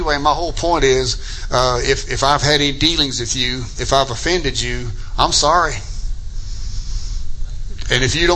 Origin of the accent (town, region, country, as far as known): United States; born there